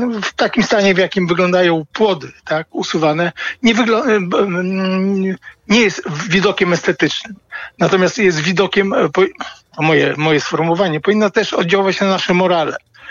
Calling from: Gdańsk, Pomeranian Voivodeship, Poland; jakkolwiek jeszcze jestem gdańszczaninem i niekiedy tam przyjeżdżam

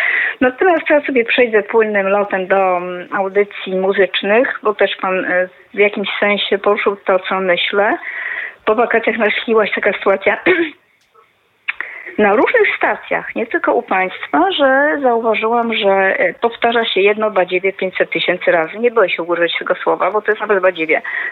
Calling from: Wrocław, Lower Silesian Voivodeship, Poland; ja dzwonię z Wrocławia oczywiście

